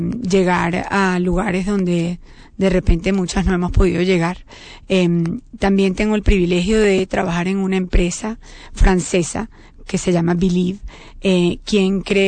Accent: Caracas, Capital District, Venezuela; born there; moved away as an adult; also born or lived in Mexico; soy venezolana mexicana. Nací en México de padre mexicano y madre venezolana. Viví mucho de mi adolescencia y mi temprana adultez en Venezuela. Me considero muy venezolana

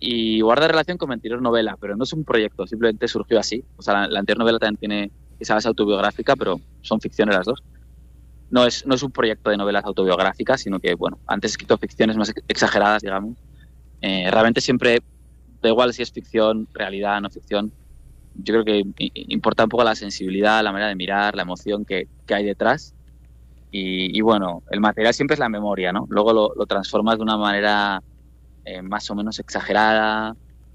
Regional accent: Pamplona, Navarre, Spain; moved away as an adult; also born or lived in Córdoba / Prague; Yo viví en Pamplona, porque soy de Pamplona, me fui a vivir a Córdoba con una beca en la Fundación Antonio Gala

